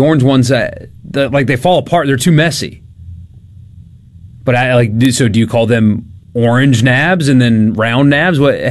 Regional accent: Deep South, United States; I have lived in the Deep South my entire life.

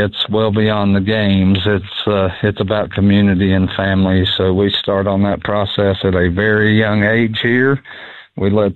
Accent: Madison, United States; moved away as an adult; I'm from here. This is my hometown. So when I came back to Madison after being gone a long time to coach

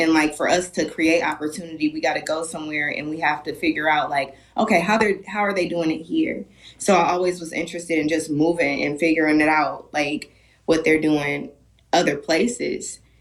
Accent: Milwaukee, Wisconsin, United States; moved away as an adult; now in Las Vegas, United States; I'm from Milwaukee's North Side. My parents weren't rich. You know, they were working class people.

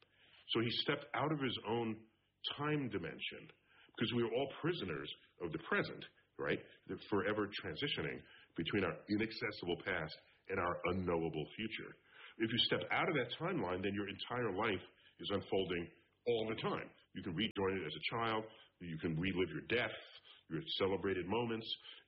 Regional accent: New York City, New York, United States; born and raised in New York City, where I now serve as director.

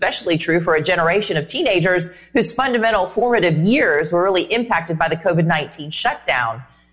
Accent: Charlotte, North Carolina, United States; Here in my hometown of Charlotte, they're talking about having a current curfew for at 9 o'clock for everybody 18 and under.

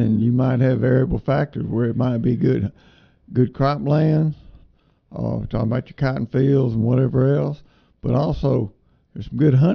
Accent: Greenville, Mississippi, United States; moved away; I hearken from that area. I was born in Greenville, Mississippi

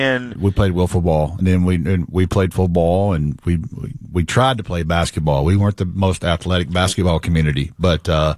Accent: Rome, Georgia, United States; I grew up in a neighborhood called Rosemont Park.

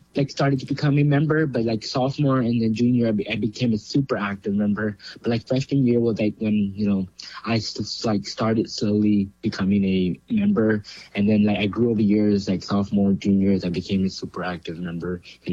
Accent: California, United States; there was two from California, which was me and this other girl.

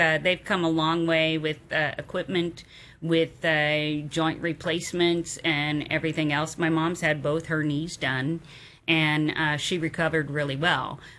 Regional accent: Mendota, Illinois, United States; also born or lived in Arlington, Illinois / Colorado Springs, Colorado; now in Woodward, United States; I grew up in a small town because I grew up in Mendota, Illinois and Arlington, Illinois. So not Arlington Heights, Arlington, okay. Population of maybe 250 and then 850 in Mendota.

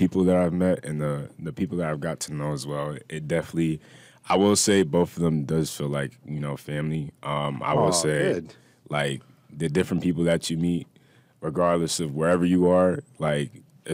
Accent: New York, United States; moved away as an adult; now in Atlanta, United States; Yep. So I'm originally from New York. I came to Clark Atlanta University, HBCU

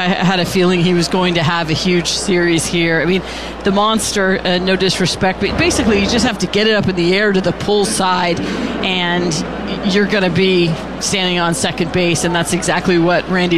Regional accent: East Coast, United States; moved away; I'm from the East Coast. You know, I'm from the East Coast.

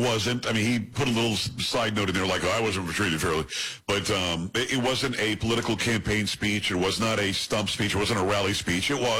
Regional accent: Florida, United States; also born or lived in Texas; I lived in Texas a long time and I grew up in Florida, so y'all makes sense to me.

